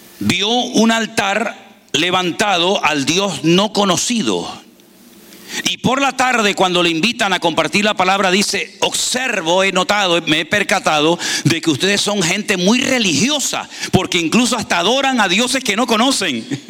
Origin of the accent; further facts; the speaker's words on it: Spain; Quiero pedir perdón porque a veces puedo yo, como español, utilizar alguna palabra, alguna expresión que a lo mejor puede chocar aquí, pero es que los españoles hablamos así.